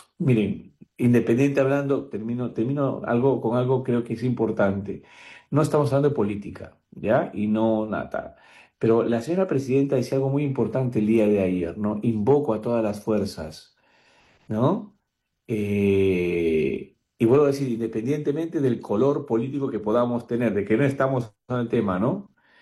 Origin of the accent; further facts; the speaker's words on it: Peru; Que vivamos como peruanos de fe